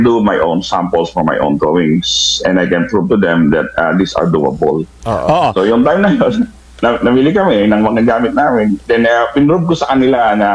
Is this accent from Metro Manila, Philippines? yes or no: no; Samal, Central Luzon, Philippines; born there; I was born here in Samal, Bataan.